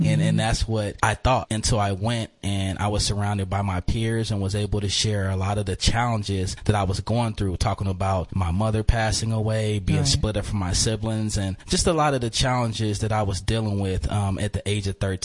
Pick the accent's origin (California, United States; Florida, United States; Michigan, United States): California, United States; Oakland; also born or lived in Reno, Nevada; I am from Oakland, California. Grew up in West Oakland.